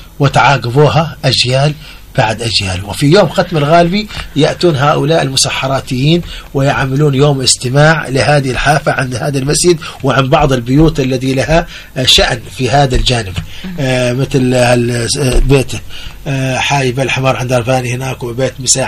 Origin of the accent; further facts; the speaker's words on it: Mukalla, Hadramaut, Yemen; نحن عندنا في المكلة طبعا يا المسحرات هو ينبه الناس في وقت دخول السحور